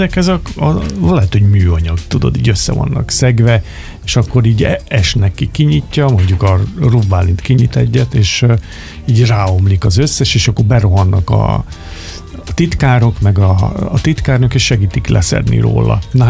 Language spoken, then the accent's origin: Hungarian; Hungary; én magyar vagyok.